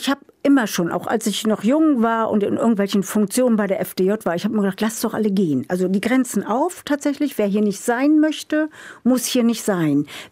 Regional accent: East Germany, Germany; now in Bremen, Germany; Ich bin ja ein Ossi-Kind

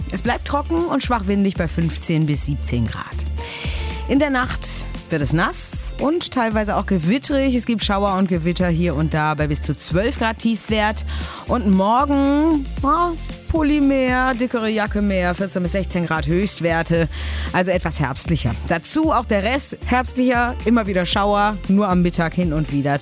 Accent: Bochum, North Rhine-Westphalia, Germany; born there; Also ich komme ja quasi gebürtig aus dem Ruhrstadion in Bochum.

